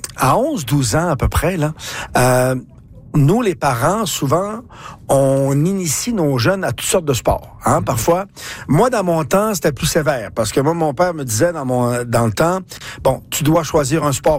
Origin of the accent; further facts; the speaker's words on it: Quebec, Canada; moved away; Mais quand je suis sorti du Québec, Les gens connaissaient très peu le handball, à part un peu au Nouveau-Brunswick, au Manitoba, ouais, et un peu là en Alberta, mais c'est pas populaire comme le Québec.